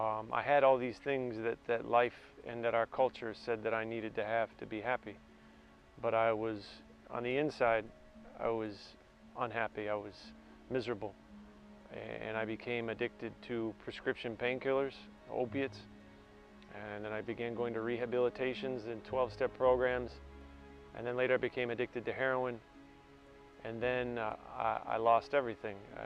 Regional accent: Chicago, Illinois, United States; moved away as an adult; also born or lived in St. Augustine, Florida / England / Lourdes, France; I am from Chicago.

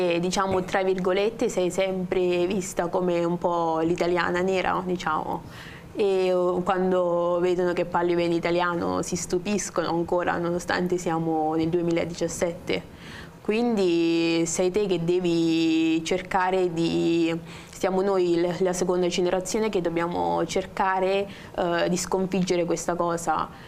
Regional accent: Macerata, Marche, Italy; born there; io sono nata nel 1994 a Macerata e sono figlia di due genitori senegalesi, quindi sono di origine senegalese.

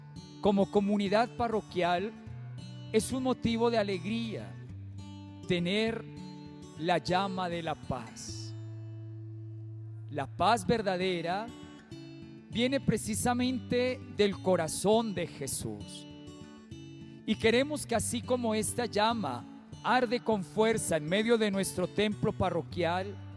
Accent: Colombia

